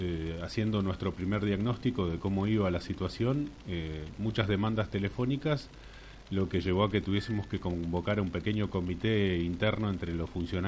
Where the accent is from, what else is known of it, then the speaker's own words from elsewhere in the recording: Junín de los Andes, Neuquén, Argentina; los que somos de Junín